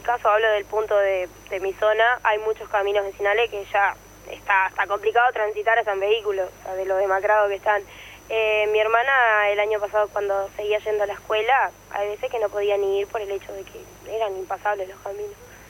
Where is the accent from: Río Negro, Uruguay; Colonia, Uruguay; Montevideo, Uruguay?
Colonia, Uruguay; moved away as an adult; now in Salto, Uruguay; yo me tuve que venir de mi casa para Salto porque soy de Colonia